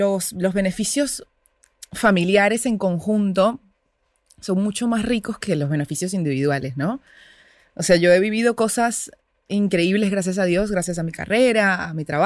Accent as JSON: {"language": "Spanish", "country": "Venezuela", "moved": "yes", "lives_now": "Argentina"}